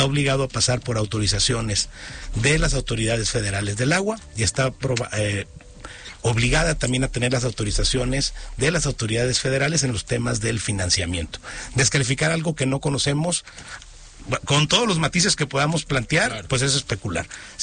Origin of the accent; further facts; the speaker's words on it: Mazatlán, Sinaloa, Mexico; Yo soy de Mazatlán, sí.